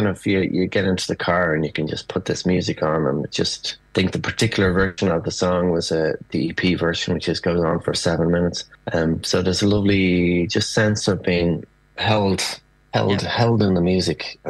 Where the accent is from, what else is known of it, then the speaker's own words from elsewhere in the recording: Ireland; as Irish people